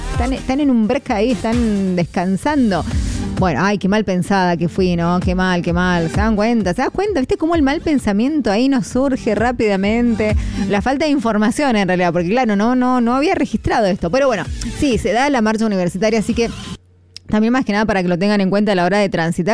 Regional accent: Mendoza, Argentina; ¿Cómo somos los mendocinos ahí, pacífico?

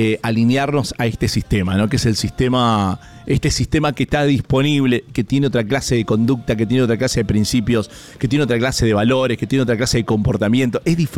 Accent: Argentina; somos argentinos obviamente

